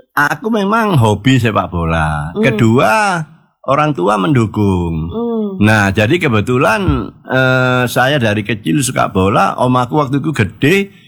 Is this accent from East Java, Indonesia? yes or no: yes; Surabaya, East Java, Indonesia; Jadi aku arek Ampel, asli arek Surabaya.